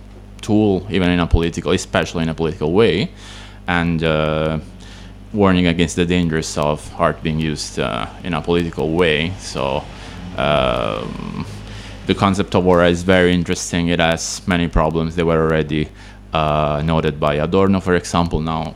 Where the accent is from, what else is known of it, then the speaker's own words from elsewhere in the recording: Southern Italy, Italy; English is a second language; now in Palermo, Italy; I'm also Italian. I live in the other big island in the Mediterranean, in Sicily, and live in the capital, let's say, of the island, Palermo. And I'm originally from another small region of the south, southern Italy